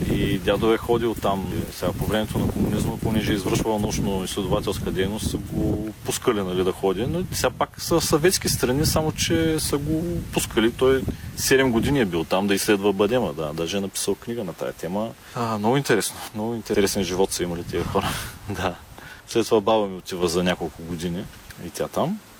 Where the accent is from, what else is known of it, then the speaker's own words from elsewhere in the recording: Burgas, Burgas Province, Bulgaria; born there; Ние сме от Бургас сме родени